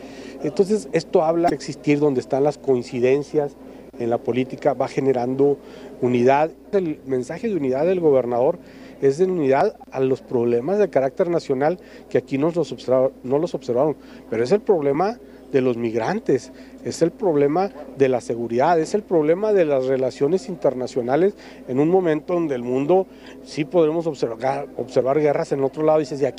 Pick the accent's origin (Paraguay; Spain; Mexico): Mexico; como mexicanos, pues vamos entrándole todos